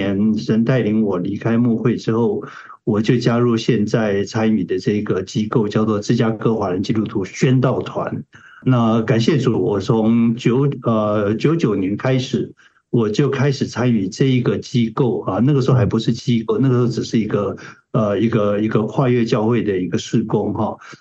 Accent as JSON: {"language": "Chinese", "country": "Taiwan", "accent": "Taiwanese", "moved": "as an adult", "lives_now": "United States", "said": "我是从台湾来的啊，我想听口音也可以听出来。"}